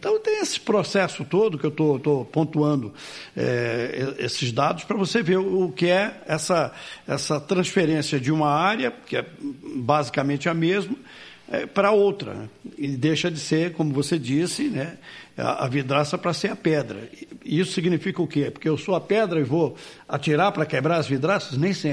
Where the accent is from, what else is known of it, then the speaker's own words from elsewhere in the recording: Niterói, Rio de Janeiro, Brazil; Eu sou, eu nasci em Niterói, né? Eu nasci em Niterói e morei tempos lá, mas eu morei mais no mundo do que no Rio de Janeiro, do que em Niterói.